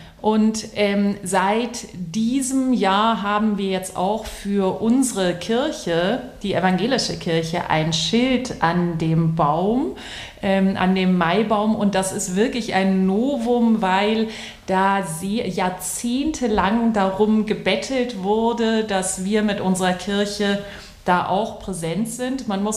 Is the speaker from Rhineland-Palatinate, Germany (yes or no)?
no; Bavaria, Germany; ich komme aus Bayern. Ich bin südlich von München groß geworden. Wir sind hier südwestlich von München, aber meine Eltern sind Zugezogene.